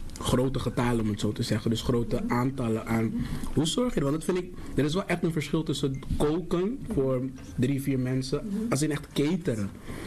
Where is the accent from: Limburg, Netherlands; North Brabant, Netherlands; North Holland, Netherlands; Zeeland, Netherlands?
North Holland, Netherlands; Amsterdam; Ik kom uit Zuidoost, mm-hmm. dus... Nee, ik kom vanuit, dan ben Surinaams opgevoed, maar in mijn galerij woonde alle culturen eigenlijk.